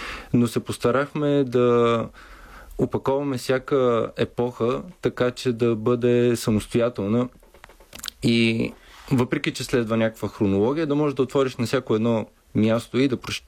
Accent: Brazil; Bulgarian is a second language; въпреки че съм от Бразилия, нищо не знаех и за бразилската митология.

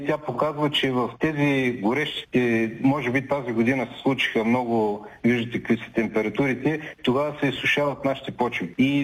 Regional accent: Dulovo, Silistra Province, Bulgaria; Аз съм жител на някакво село, аз съм от Дулово

